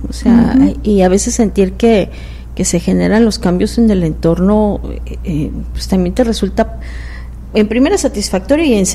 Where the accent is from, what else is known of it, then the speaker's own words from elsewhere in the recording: Mexico City, Mexico; born there; also born or lived in Tabasco; now in Tijuana, Mexico; Bueno, yo he vivido en ciudades, por ejemplo, como la Ciudad de México. Bueno, nací en la Ciudad de México. Toda mi familia es de la Ciudad de México.